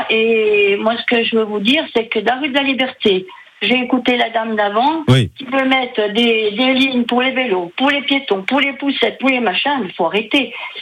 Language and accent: French; Dijon, Bourgogne-Franche-Comté, France; born there; also born or lived in Chazilly; je suis née à Dijon, j'habite rue Musette, je connais ma ville parfaitement